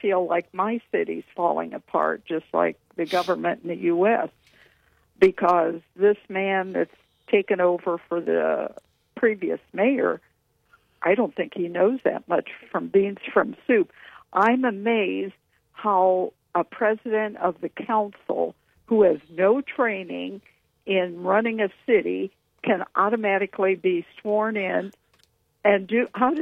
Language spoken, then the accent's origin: English; Barberton, Ohio, United States; Now, the second thing is I am from Barberton, and this Monty is a retired policeman.